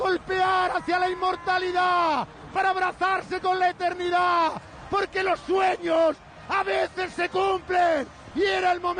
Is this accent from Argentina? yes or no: no; Spain; porque somos españoles